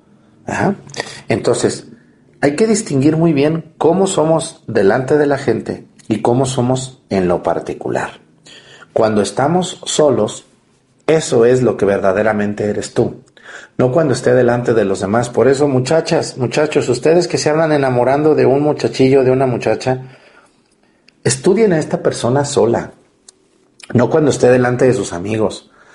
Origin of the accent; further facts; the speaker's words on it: Mexticacán, Jalisco, Mexico; moved away; con lo que yo crecí siendo niño, y cada año voy a mi pueblo en esas fechas.